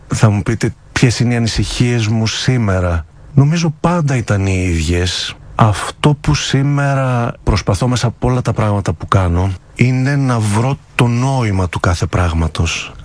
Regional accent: Kompoti, Epirus, Greece; born there; also born or lived in Menidi, Aetolia-Acarnania; Γεννήθηκα στο Κομπότι Άρτας. Είναι ένα χωριό γύρω στα 6-7 χιλιόμετρα πριν από την Άρτα. Τα πρώτα μου σχολικά χρόνια ήταν σε ένα άλλο χωριουδάκι δίπλα στο Κομπότι

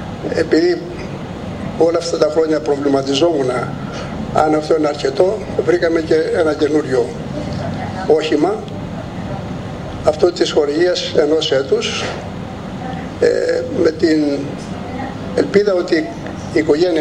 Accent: Chios, North Aegean, Greece; moved away as an adult; also born or lived in New York, United States; now in United States; Κατάγομαι από την Παρπαριά. Εφήτησα 5 χρόνια στο γυμνάσιο της Βολισσού. Από το 1959 μέχρι το 1964 απεφύτησα, πήγα στην αεροπορία και συνεχεία στη Νέα Υόρκη το 1969.

